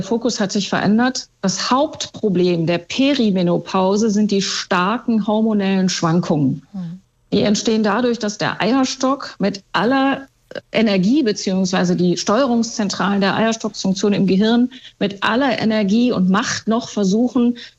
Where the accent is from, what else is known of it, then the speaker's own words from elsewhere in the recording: Northern Germany, Germany; ich komme ja hier aus dem Norden